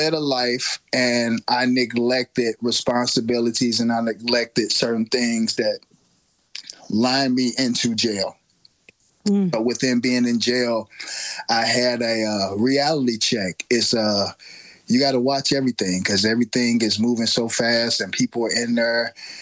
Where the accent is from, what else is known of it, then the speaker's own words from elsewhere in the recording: St. Louis, Missouri, United States; moved away as an adult; now in Springfield, Illinois, United States; I'm from St. Louis, Missouri, the AKA the Lou.